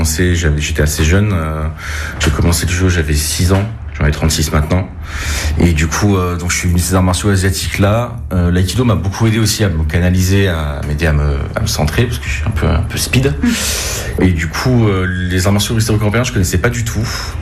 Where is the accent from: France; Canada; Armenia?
France; Grand Est; moved away as an adult; now in Toulouse, France; je suis pas du tout toulousain. Je suis un importé. Je suis alsacien d'origine. Et du coup, je suis venu faire mes études universitaires à Toulouse.